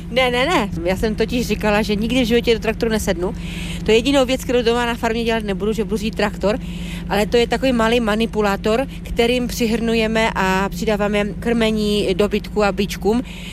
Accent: Proskovice, Moravian-Silesian Region, Czechia; Jsem z Proskovic. Neřekla bych, že jsem úplně z zemědělské rodiny, ale celý život jsme doma měli prasátko, ovečku, slepice, králíky.

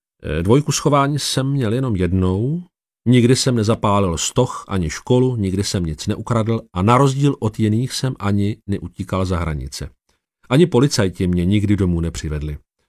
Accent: Tišnov, South Moravian Region, Czechia; also born or lived in Brno; Pocházím z Tišnova, což je město v okrese Brno-Venkov, asi 20 km severozápadně od Brna, nedaleko soutoku Svratky a Loučky. Ovšem na svět jsem přišel v Brně

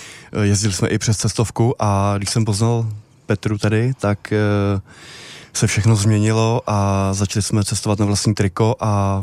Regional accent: Smržovka, Liberec Region, Czechia; Přijeli jsme ze Smržovky.

